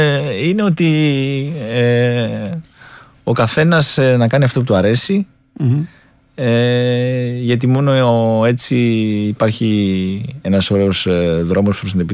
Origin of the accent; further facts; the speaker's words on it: Nea Smyrni, Attica, Greece; Μεγάλωσα στη Νέα Σμύρνη.